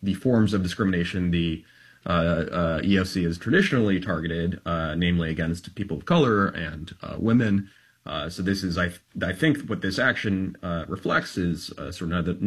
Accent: California, United States; You know, I grew up in the Bay Area, which is sort of a mecca for inclusivity, at least most people think about it that way.

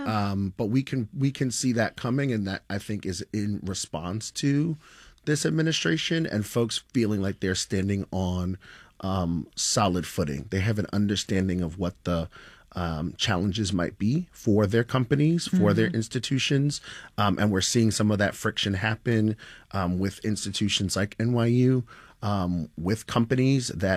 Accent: New York City, New York, United States; It's New York City, so shout out to my hometown.

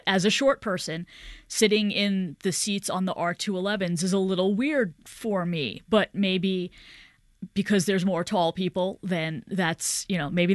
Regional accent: New York City, New York, United States; as a New Yorker

